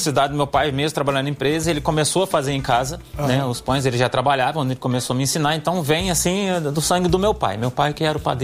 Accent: Taubaté, São Paulo, Brazil; Nasci de Taubaté, moro lá em Taubaté.

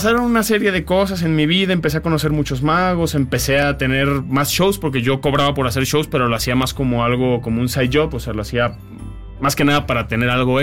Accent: Colima, Mexico; yo empecé a salir a hacer shows en Tijuana, que aquí en la Ciudad de México, porque yo soy de Colima.

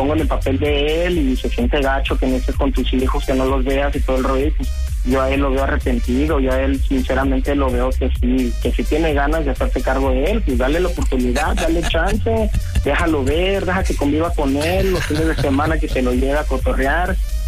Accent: Acapulco, Guerrero, Mexico; Así es, nacido y crecido aquí en Acapulco.

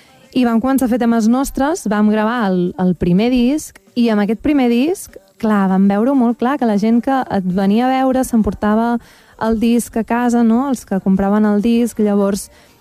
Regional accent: Castelló d'Empúries, Catalonia, Spain; born or raised there; also born or lived in Roses

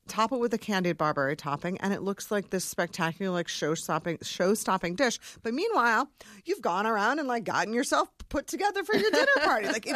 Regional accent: Michigan, United States; I love Michigan, so thank you so much for having me. This is home

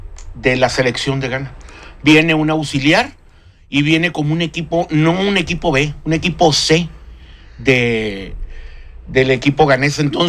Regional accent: Monterrey, Nuevo León, Mexico; No, yo soy de Monterrey.

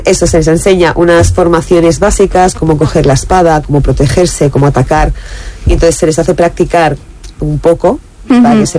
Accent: Lerma, Castile and León, Spain; Somos de Lerma

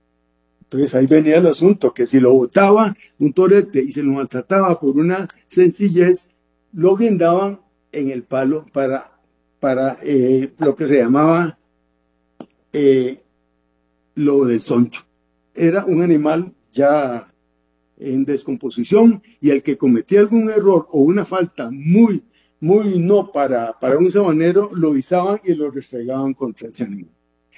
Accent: Nicoya, Guanacaste, Costa Rica; yo soy nicoyano 100% guanacasteco, soy coterráneo de Gina

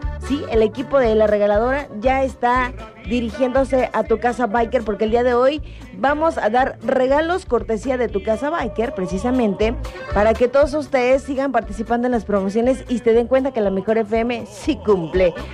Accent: Mexico; todos los días somos mexicanos

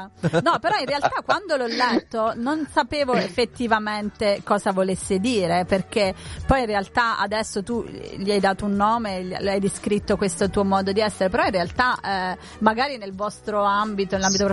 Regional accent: Pescara, Abruzzo, Italy; Io sono di Pescara

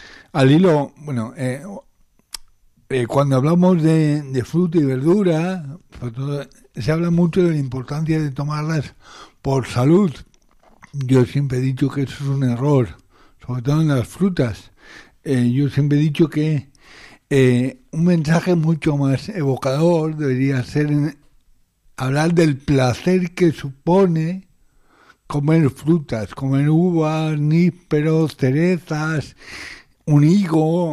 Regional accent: Spain

